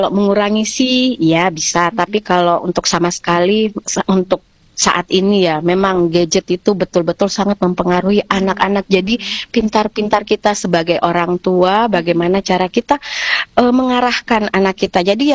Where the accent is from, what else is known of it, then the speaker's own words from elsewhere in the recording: Makassar, South Sulawesi, Indonesia; moved away as an adult; now in Lamongan, Indonesia; dulu saya tuh ngajarnya di Makassar. Saya ini kan asli Makassar, cuman dapat suami di Lamongan. Suami saya Pak Kades Besur.